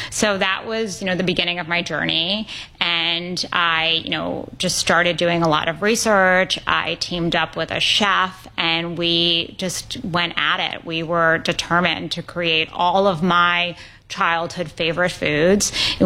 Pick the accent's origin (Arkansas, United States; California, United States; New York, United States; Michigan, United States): New York, United States; New York City; I grew up in New York City. My family owned restaurants, and from a very early age, I was a foodie.